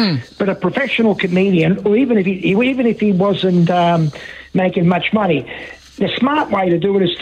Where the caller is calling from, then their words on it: Adelaide, South Australia, Australia; I'm saying is that I'm Australian, I'm Adelaide Saxon Australian.